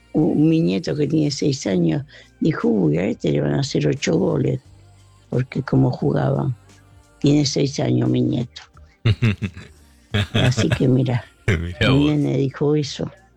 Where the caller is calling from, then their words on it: Castelar, Buenos Aires Province, Argentina; de Castelar